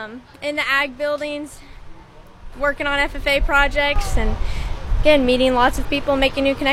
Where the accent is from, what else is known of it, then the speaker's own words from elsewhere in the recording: Sweet Springs, Missouri, United States; I'm from Sweet Springs, and I will be a senior this year.